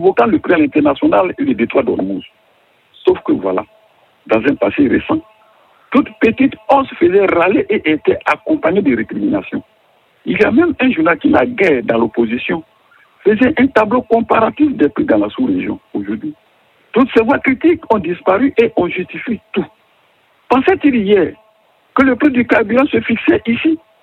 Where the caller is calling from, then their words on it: Yamoussoukro, Côte d’Ivoire; Je vous appelle de Yamoussoukro, Bichère en Côte d'Ivoire.